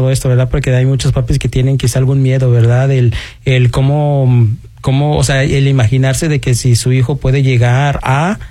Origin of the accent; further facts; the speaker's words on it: Mexico; now in Austin, United States; hay unos que, por ejemplo, somos de México, ¿verdad?